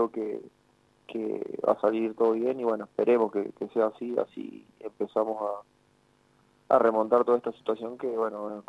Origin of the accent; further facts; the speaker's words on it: San Luis, Argentina; la mayoría de los chicos, casi todos, somos acá de San Luis